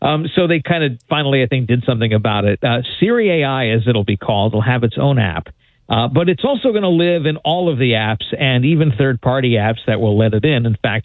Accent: Hudson Valley, New York, United States; moved away; I grew up in the Hudson Valley.

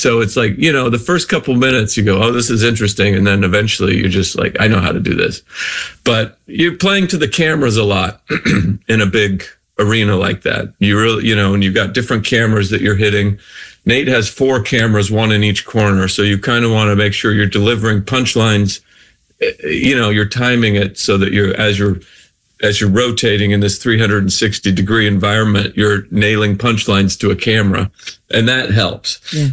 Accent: Idaho, United States

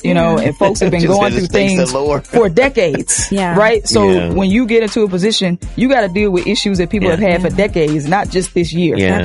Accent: United States; I grew up in Presidential Hill

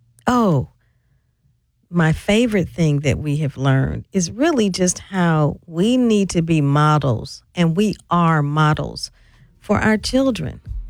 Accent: St. Louis, Missouri, United States; from St. Louis, and I'm from St. Louis.

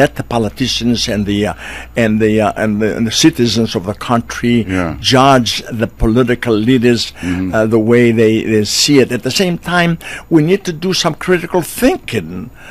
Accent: Greece; now in United States; I'm a Greek.

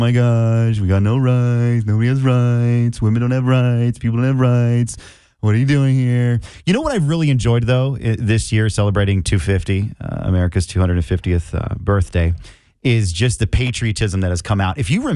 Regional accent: Fresno, California, United States; moved away; I'm originally from Fresno, Fresno, California, Central California.

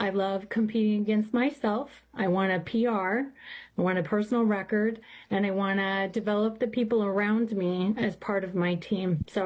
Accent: Morton, Illinois, United States; I'm from Morton, Illinois, and I am the middle kid.

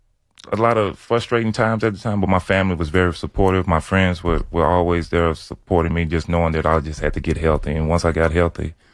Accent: Dallas, Texas, United States; he knows I'm from Dallas, born and raised.

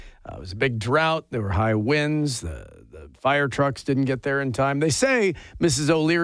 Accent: Chicago, Illinois, United States; I'm from Chicago

